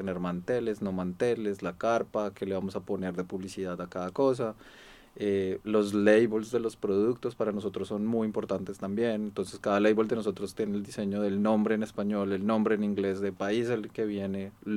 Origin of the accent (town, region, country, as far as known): Colombia; now in Australia